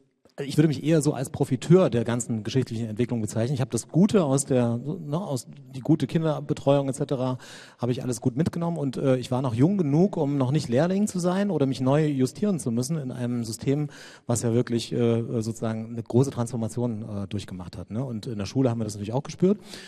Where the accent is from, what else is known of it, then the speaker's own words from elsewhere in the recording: Saxony, Germany; Ich war 12, als die Mauer fiel. Ich komme aus der Nähe von Chemnitz und habe so gespürt, oh, da passiert was.